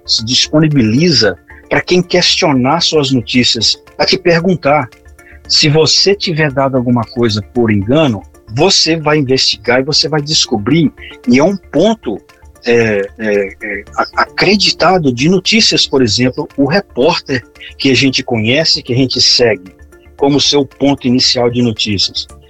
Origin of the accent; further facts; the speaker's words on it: Minas Gerais, Brazil; Eu sou mineiro, caipira, cresci na roça, Eduardo. É nós, é o uai.